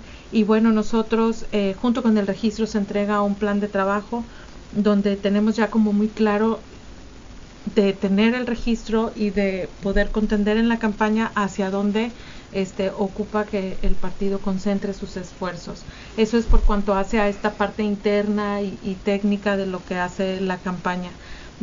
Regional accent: Mexico; Esperemos que nos vaya muy bien como mexicanos

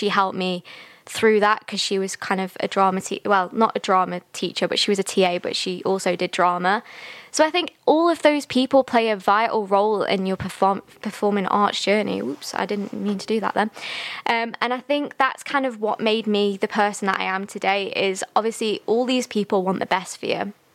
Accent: Stoke-on-Trent, West Midlands, United Kingdom; Like, I'm from Stoke, obviously, but there's people from Manchester, and it's the Manchester Culture Awards. So in my head, I was thinking, right, I'm a Stoke person

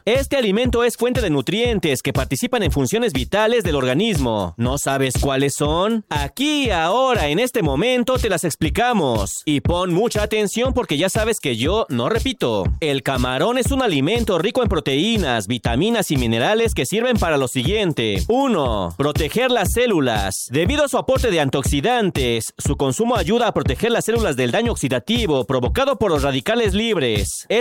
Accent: Mexico; soy mexicano.

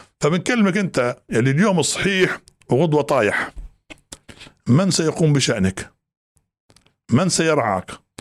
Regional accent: Libya; في مجتمع احنا عايشين في ليبيا

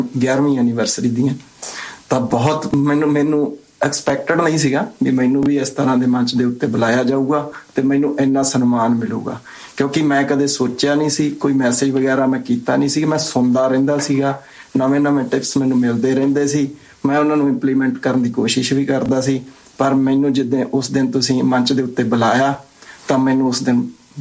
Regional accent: Sri Ganganagar, Rajasthan, India; moved away; ਮੈਂ ਗੰਗਾਨਗਰ ਤੋਂ, ਰਾਜਸਥਾਨ

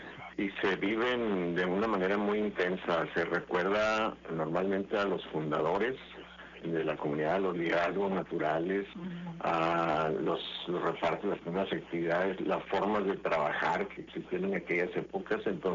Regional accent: Nicolás Bravo, Chihuahua, Mexico; moved away; Nicolás Bravo, en el municipio de Mara, Chihuahua, donde yo soy nativo.

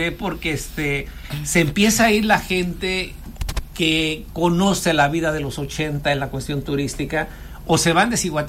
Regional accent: Mexico; nosotros aquí en México pues no estamos en ese tenor. Nosotros nos sentimos muy orgullosos de nuestro indigenismo, de nuestros orígenes, de la mezcla con los españoles.

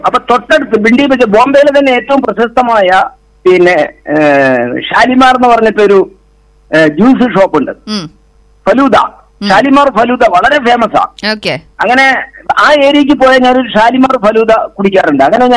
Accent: Alathur, Kerala, India; also born or lived in Mumbai; now in Kanjikode, India; എന്റെ ആലത്തൂര്, എന്റെ നാട് ആലത്തൂരാണ്, ആലത്തൂര് എന്റെ വീട്ടിന്ന് ഒരു 500 മീറ്റർ അപ്പുറത്താണ് പഞ്ചായത്ത് ഓഫീസ്.

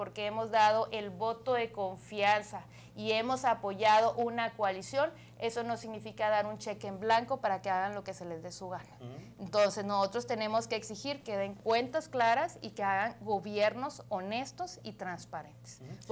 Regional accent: fifth district, Tamaulipas, Mexico; aquí por ejemplo en el quinto distrito, pues es un distrito en el que además de ser mi casa, donde yo nací, he crecido y quiero y amo con todo mi corazón

